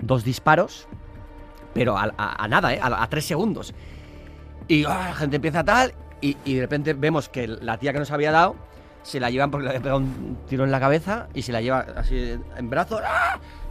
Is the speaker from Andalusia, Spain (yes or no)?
no; San Sebastián, Basque Country, Spain